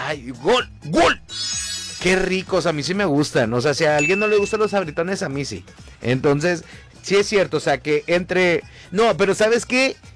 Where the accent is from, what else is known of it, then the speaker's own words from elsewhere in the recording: Mexico; como mexicanos siempre nos caracteriza que todo sea como exagerado